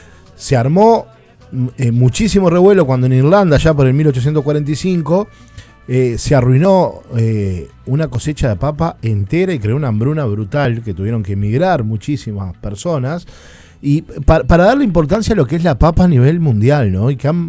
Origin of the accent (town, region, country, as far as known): Uruguay